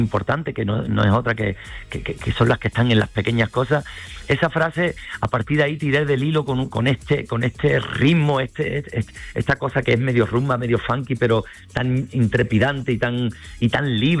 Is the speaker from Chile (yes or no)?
no; Andalusia, Spain; Andalucía en particular, que es mi tierra, a la que quiero y a la que me siento tan unido